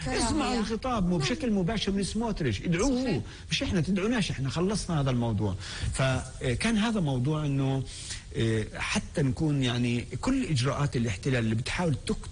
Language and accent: Arabic; Palestine; المطلوب منا اليوم كفلسطينيين نوفر المعلومة